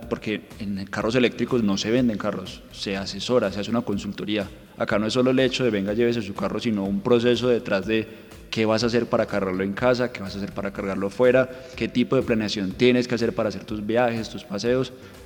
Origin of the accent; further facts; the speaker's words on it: Medellín, Antioquia, Colombia; moved away; yo soy de Medellín